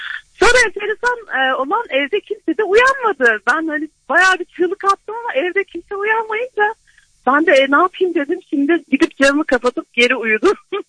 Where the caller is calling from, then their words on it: Istanbul, Turkey; İstanbul'dan malum.